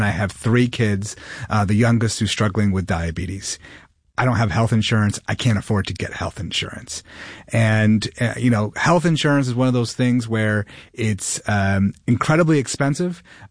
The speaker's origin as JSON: {"language": "English", "town": "Rochester", "region": "New York", "country": "United States", "tie": "born or raised there", "said": "Well, listen, I was raised in Rochester, grew up here in the city, single mom who raised me and put me through the Rochester City School District"}